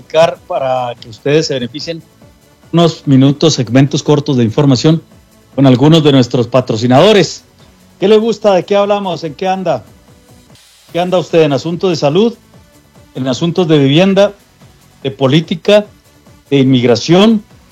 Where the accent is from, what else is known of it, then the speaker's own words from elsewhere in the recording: Mexico; vas a seguir pareciendo como lo que somos, mexicanos